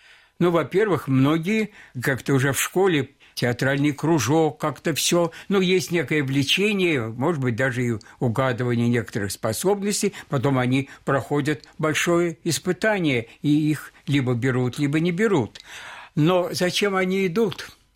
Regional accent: Moscow, Russia; born there; Я родился в Москве.

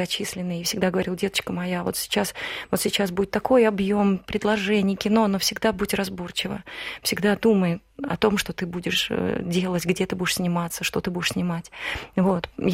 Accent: Nizhny Novgorod, Nizhny Novgorod Oblast, Russia; Все почему-то думали, что я из Санкт-Петербурга, а не из Нижнего Новгорода.

